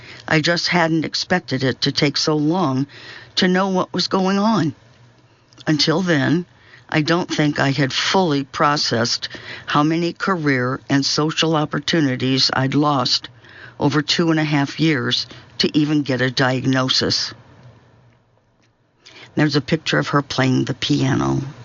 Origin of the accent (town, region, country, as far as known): Connecticut, United States; born or raised there